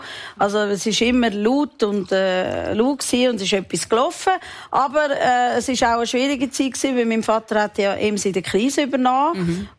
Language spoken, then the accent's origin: German; Meilen, Zurich, Switzerland; Ja, ich bin, Meilen.